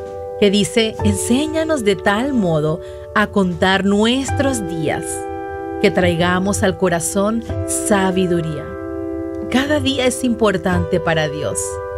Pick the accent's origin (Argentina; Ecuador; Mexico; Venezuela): Venezuela; mi país, en Venezuela